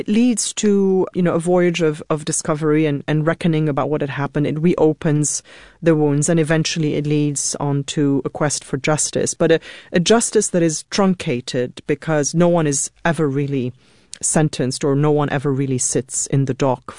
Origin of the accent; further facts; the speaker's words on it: Beirut, Beirut Governorate, Lebanon; I was born in Beirut. I lived on the front lines of that civil war. I still live in Beirut, Scott